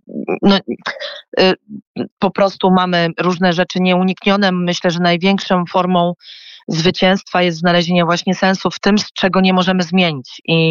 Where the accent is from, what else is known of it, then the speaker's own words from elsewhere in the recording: Nowy Targ, Lesser Poland, Poland; no ja jestem z Podhala, z Nowego Targu i z Zębu też pochodzi moja rodzina.